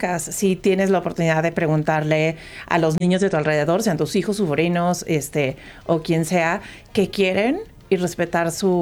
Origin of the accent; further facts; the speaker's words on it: Mexico; also born or lived in Irapuato / Zacatecas; Soy mexicana.